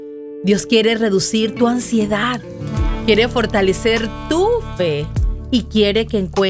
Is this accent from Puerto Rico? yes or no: no; Venezuela; mi país, Venezuela